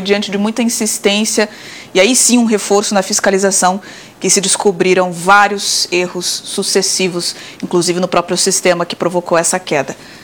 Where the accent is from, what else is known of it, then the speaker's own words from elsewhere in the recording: Paraná, Brazil; moved away; Eu sou lá do oeste do Paraná.